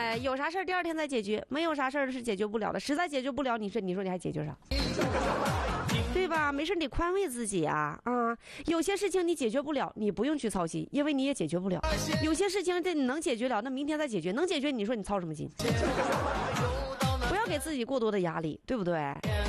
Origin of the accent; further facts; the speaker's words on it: Northeast China, China; 作为东北人